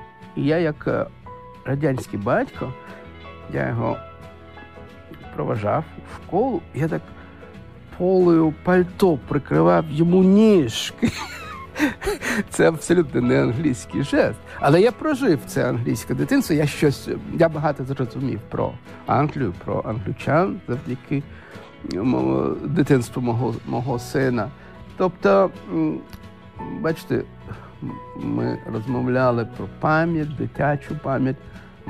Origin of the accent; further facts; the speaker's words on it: United Kingdom; Тобто, я британець, я не англічанин, я британець.